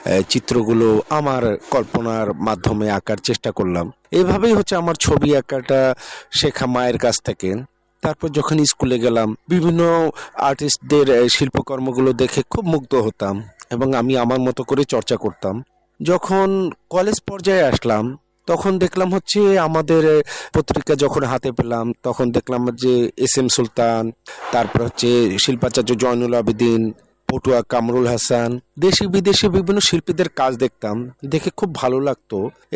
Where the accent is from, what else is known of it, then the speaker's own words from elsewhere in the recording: Parbatipur, Rangpur Division, Bangladesh; আমার জন্ম পার্বতীপুর দিনাজপুরে। গ্রামীণ বলয়ে আমার বেড়ে ওঠা।